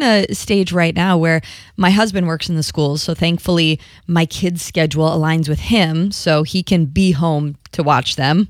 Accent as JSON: {"language": "English", "region": "Midwest", "country": "United States", "moved": "yes", "lives_now": "Florida, United States", "said": "I came from the Midwest where school started after Labor Day. So the fact that school was starting in August in Florida when we moved here was already confusing to me."}